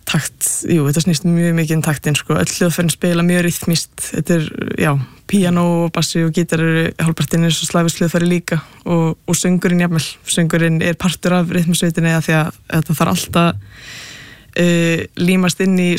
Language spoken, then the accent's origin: Icelandic; Capital Region, Iceland; Nei, ég er hérna, ég er ættu að vestan ég úlst upp bara hérna bara á höfburgarsvæðinu sko.